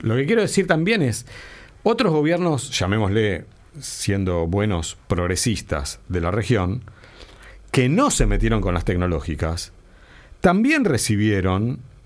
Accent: Argentina; yo soy argentino

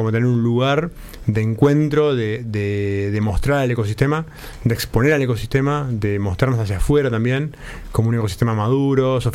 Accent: Uruguay; yo soy generación 2006 de Facultad de Ciencias, somos una cantidad de los científicos de mi generación que nos quedamos a vivir y a trabajar en Uruguay.

